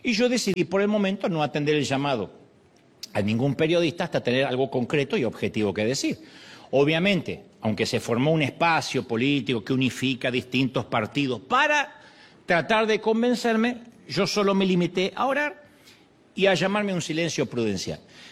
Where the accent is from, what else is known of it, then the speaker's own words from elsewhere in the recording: Argentina; Hace unos días se empezó a correr un rumor en mi país que yo podría ser candidato a la presidencia de Argentina.